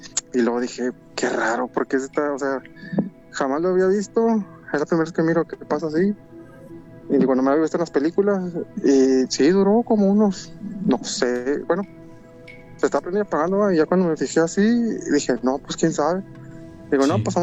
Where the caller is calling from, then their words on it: Tamaulipas, Mexico; Ok, bueno, sí … de Tamaulipas.